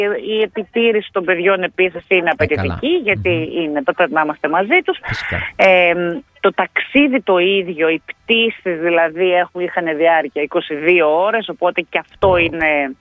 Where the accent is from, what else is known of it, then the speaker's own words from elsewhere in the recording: Orestiada, Eastern Macedonia and Thrace, Greece; moved away as an adult; also born or lived in Thessaloniki; now in Melbourne, Australia; Γεννήθηκα και μεγάλωσα στην Ορφέαδα και τελείωσα σχολείο. Το τελείωσα εκεί το σχολείο. Δηλαδή, μέχρι και τα 18 ήμουν στην Ορφέαδα. Μετά έφυγα για σπουδές στη Θεσσαλονίκη και έμεινα στη Θεσσαλονίκη και μετά Μελβούρνη.